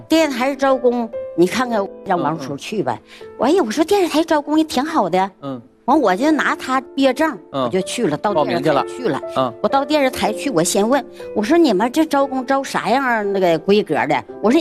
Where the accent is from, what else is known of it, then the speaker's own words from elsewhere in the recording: Qiqihar, Heilongjiang, China; ，我是从黑龙江省齐齐哈尔来的。